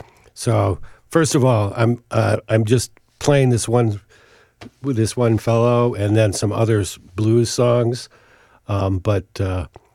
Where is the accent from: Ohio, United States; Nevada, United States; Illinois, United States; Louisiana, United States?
Illinois, United States; Chicago; I'm from Chicago